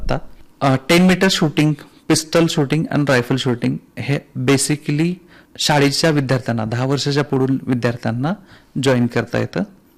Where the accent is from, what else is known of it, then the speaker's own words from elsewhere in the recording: Dharashiv district, Maharashtra, India; मी या जिल्ह्यातला आहे